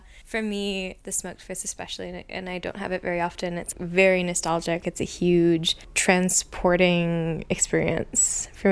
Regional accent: London, Ontario, Canada; I grew up in London, Ontario. My dad grew up there, but my mom and her family also moved to London straight away when they immigrated to Canada.

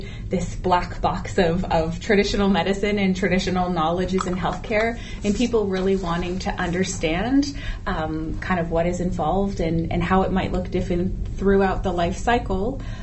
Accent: Tyendinaga, Ontario, Canada; from Gandege, or Mohawk. My home First Nation is Tiandanega

